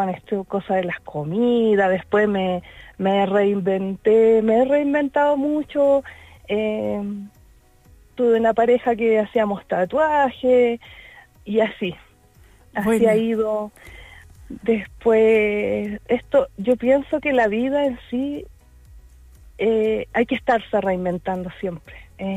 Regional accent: Calama, Antofagasta, Chile; yo soy oriunda de Calama.

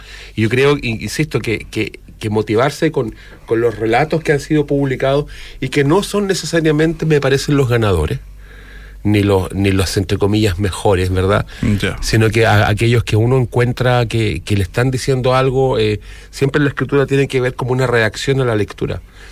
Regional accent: Antofagasta, Chile; moved away; Yo soy antofagastino, vivía hasta el año 2004 acá.

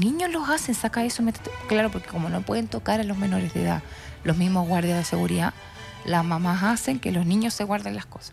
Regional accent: Chile; nosotros como chilenos

